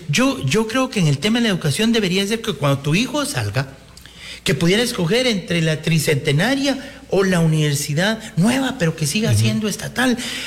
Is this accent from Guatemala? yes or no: yes; Guatemala; yo sí creo que como guatemaltecos o como jóvenes o los que deseen estudiar deberían de tener una alternativa